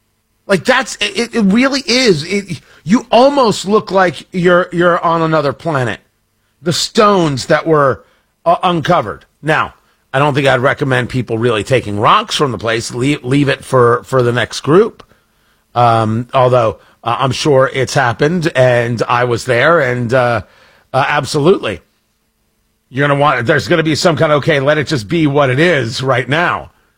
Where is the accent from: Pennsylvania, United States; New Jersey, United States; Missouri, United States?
New Jersey, United States; Middletown; I grew up in Middletown, New Jersey, and we had a place near us called Poricy Park.